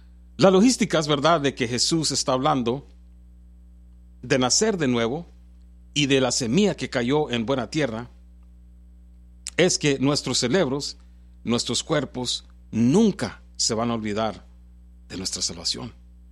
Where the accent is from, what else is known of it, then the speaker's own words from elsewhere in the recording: California, United States; born there; Yo nací en California, ¿verdad?